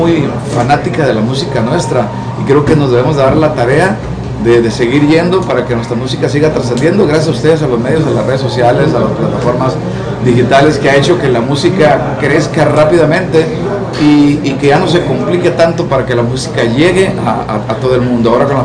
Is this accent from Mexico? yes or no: yes; Mexico; ser mexicano, donde quiera que andamos siempre decimos arriba México.